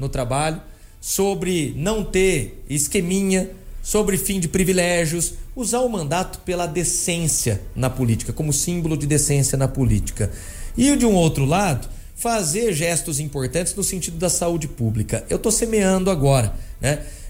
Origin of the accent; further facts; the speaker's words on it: Jaú, São Paulo, Brazil; accent: interiorzão; é um jauense que tá lá, é alguém do nosso interiorzão.